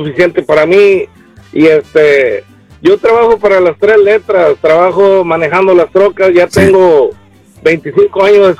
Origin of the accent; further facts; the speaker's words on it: Coahuila, Mexico; yo soy uno de los troqueros perros, okay, de las tres letras, sí, y soy de Coahuila